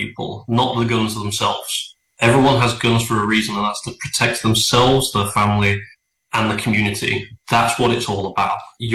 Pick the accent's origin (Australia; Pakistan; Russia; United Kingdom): United Kingdom; England; now in United States; becoming a US citizen, because I'm more patriotic to the US and, funnily enough, I'm more patriotic to my home country, is you're not allowed to fly the Union Jack or the England flag.